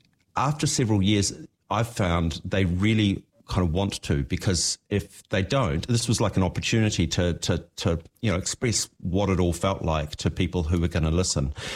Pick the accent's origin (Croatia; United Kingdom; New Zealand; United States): New Zealand; Dunedin, Otago; Yeah, well, I'm from Dunedin, so I was, very aware of exactly the beauty that you're talking about, Jeff.